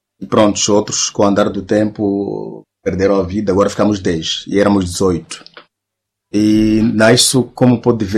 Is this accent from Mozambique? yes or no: yes; Mozambique; first language Chiteve; Portuguese is a second language; E também a língua, nós falávamos a língua materna em casa, a língua tchuté. Eu comecei a falar português um pouco mais tarde.